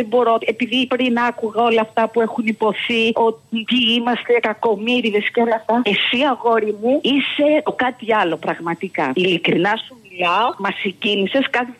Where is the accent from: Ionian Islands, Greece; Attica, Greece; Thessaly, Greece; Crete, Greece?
Attica, Greece; Glyfada; από Γλυφάδα.